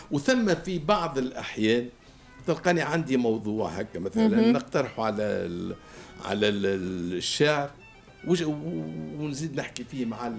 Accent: Tunisia; accent: Tunisian dialect

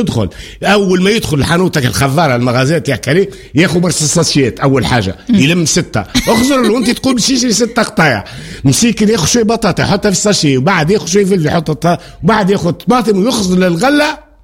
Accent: Tunisia; واحنا التوانسة كلنا،

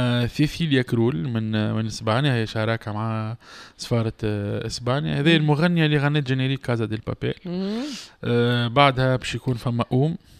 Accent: Tunisia; باش يعزوا المشروع نتاع فايبا بيسكو عندنا في تونس

